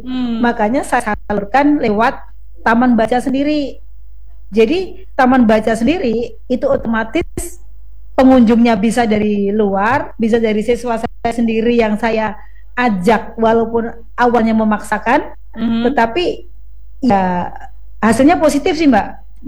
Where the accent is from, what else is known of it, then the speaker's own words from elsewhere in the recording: Muntok, Bangka Belitung Islands, Indonesia; Itu kan kita tahu bahwa daerah saya Mentok itu kan agak pinggir tuh.